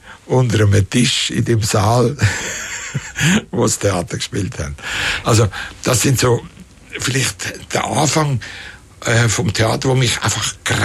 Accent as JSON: {"language": "German", "town": "Kaltbrunn", "region": "St. Gallen", "country": "Switzerland", "tie": "born or raised there", "said": "Und da gab es damals in dem Dorf, wo ich aufgewachsen bin, Kaltbrunn hat das geheißen. Heißt heute noch."}